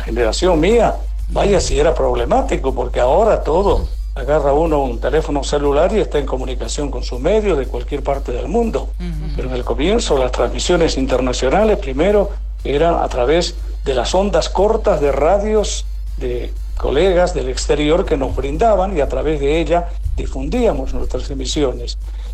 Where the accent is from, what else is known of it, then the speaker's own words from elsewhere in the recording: Potosí, Bolivia; en los escenarios deportivos de la Villa Imperial, de donde soy, de Potosí.